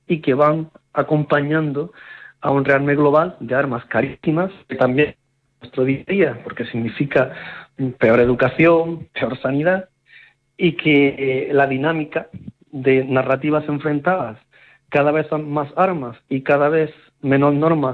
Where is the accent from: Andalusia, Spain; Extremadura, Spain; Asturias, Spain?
Andalusia, Spain; Motril; estoy en Motril, y estoy porque soy de Motril y con mucho orgullo intento participo en la vida cultural de nuestra ciudad